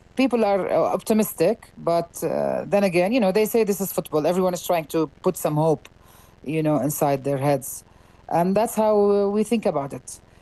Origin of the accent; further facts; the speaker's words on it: Jordan; I'm from Jordan.